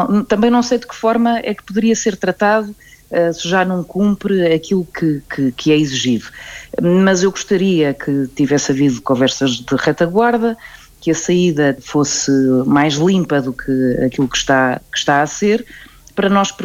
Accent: Portugal; enquanto portuguesa

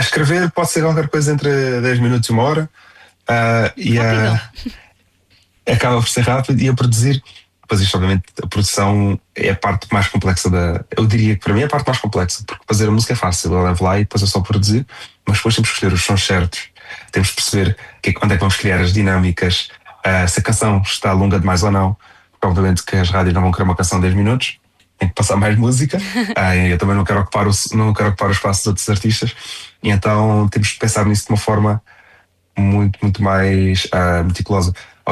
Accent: Faro, Algarve, Portugal; moved away; passei a minha infância no Algarve. É Faro.

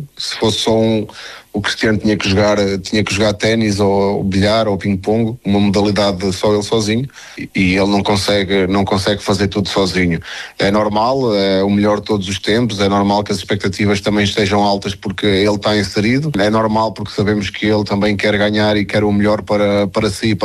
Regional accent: Portugal; eu, como português

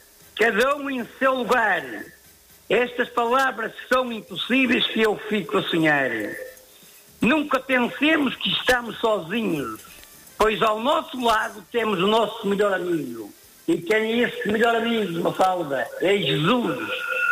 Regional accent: Viana do Castelo, Norte, Portugal; born there; also born or lived in São Bartolomeu do Mar; Eu vivi em São Bartolomeu do Mar, mas a minha terra, Castelo de Neiva, com prazer e honra.

